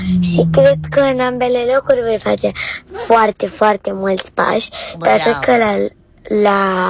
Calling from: Bucharest, Romania; din București.

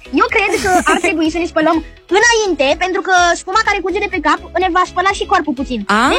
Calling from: Bucharest, Romania; din București și am 12 ani.

